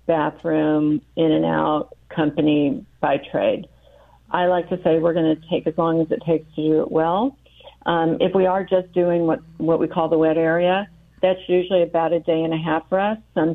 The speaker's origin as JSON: {"language": "English", "town": "Petersburg", "region": "Illinois", "country": "United States", "tie": "born or raised there", "lives_now": "Springfield, United States", "said": "I grew up in Petersburg."}